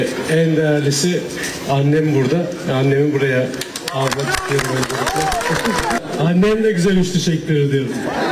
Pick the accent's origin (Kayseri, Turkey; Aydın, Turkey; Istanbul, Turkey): Istanbul, Turkey; Bu sokaklarda büyüdüm